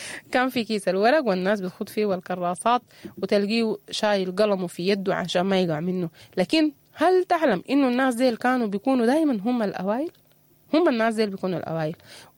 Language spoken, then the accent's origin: Arabic; Sudan; بلدنا السودان.